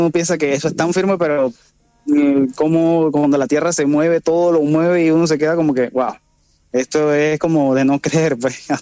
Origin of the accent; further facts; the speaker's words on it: Panama; como decimos acá en Panamá